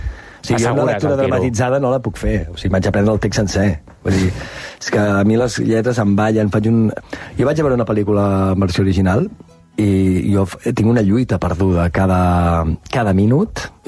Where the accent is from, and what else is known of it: Verges, Catalonia, Spain; born or raised there